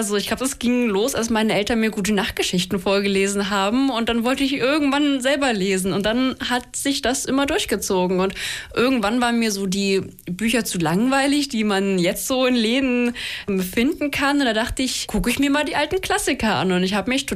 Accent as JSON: {"language": "German", "region": "Saxony", "country": "Germany", "tie": "born or raised there", "said": "Ich komme gebürtig auch hier aus der Westlausitz direkt. Also ich war schon immer hier und bin jetzt auch hier geblieben."}